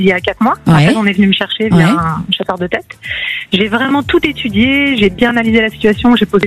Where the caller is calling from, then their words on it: Île-de-France, France; Je vous appelle du 91.